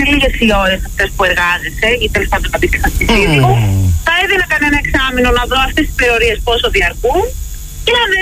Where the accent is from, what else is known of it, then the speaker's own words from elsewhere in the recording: Thessaloniki, Central Macedonia, Greece; από τη Θεσσαλονίκη.